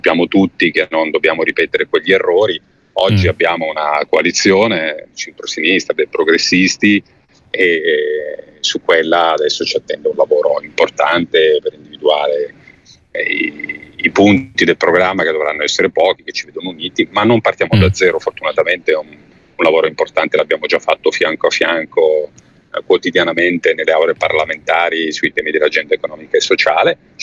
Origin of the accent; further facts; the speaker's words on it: Varese, Lombardy, Italy; Io da lombardo sono molto interessato che il prossimo turno delle amministrative non si vota solo a Milano, si vota a Lodi, a Como, sì, Monza, sì, Varese, certo, che è la mia città